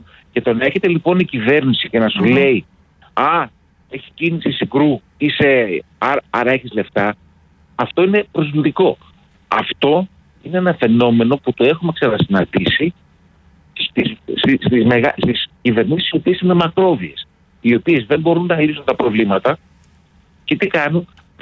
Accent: Patras, Western Greece, Greece; now in Athens, Greece; Εδώ. Πάτρα.

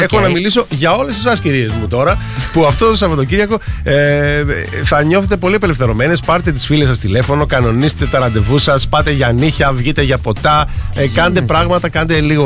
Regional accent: Greece

